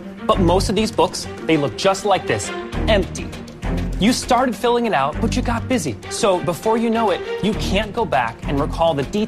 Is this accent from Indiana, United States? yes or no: no; Newton, Massachusetts, United States; I'm here today from Newton, Massachusetts